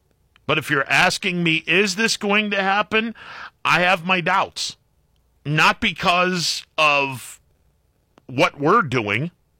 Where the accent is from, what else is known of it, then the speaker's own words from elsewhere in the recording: Leetonia, Ohio, United States; my small town in northern Columbiana